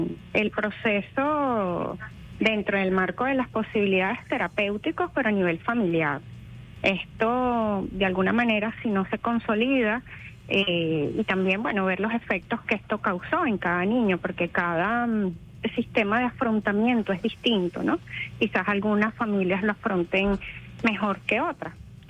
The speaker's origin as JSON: {"language": "Spanish", "country": "Venezuela", "said": "somos humanos y hermanos, somos venezolanos"}